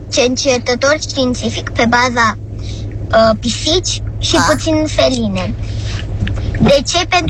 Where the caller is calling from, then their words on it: Bucharest, Romania; din București, am 9 ani